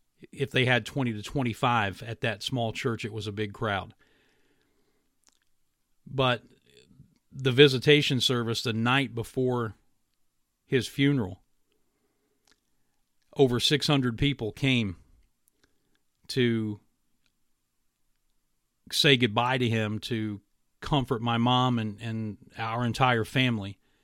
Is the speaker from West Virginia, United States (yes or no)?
yes; West Virginia, United States; I had gone in to my hometown in West Virginia.